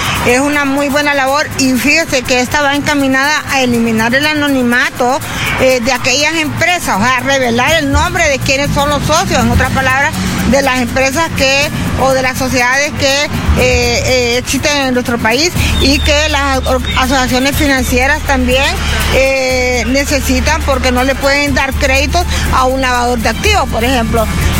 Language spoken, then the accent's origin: Spanish; Honduras; nosotros como Honduras somos parte del GAFI.